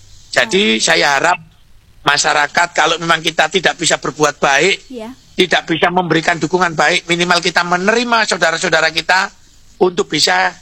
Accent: Lamongan, East Java, Indonesia; saya lahir di Lamongan, sekolah di Lamongan, besar di Lamongan.

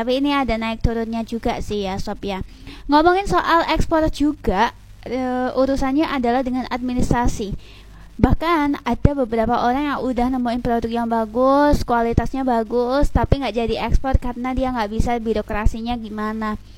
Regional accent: Lamongan, East Java, Indonesia; apalagi kita asli Lamongan. Jadi jangan sampai ya kita sebagai orang Lamongan lengah dengan hal ini.

